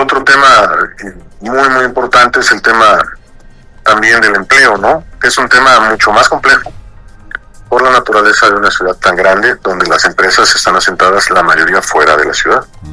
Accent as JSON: {"language": "Spanish", "region": "Puebla", "country": "Mexico", "tie": "born or raised there", "said": "Soy poblano de nacimiento y siempre he estado acá en Puebla"}